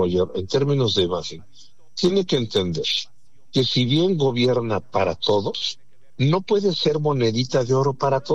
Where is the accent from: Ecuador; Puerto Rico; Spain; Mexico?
Mexico; como mexicano, como un ciudadano más que tiene la representación de mi país